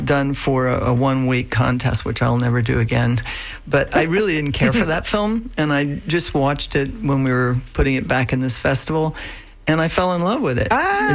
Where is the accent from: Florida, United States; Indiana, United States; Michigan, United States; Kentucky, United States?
Florida, United States; Tampa; also born or lived in Key West; I was born in Key West and grew up in Tampa.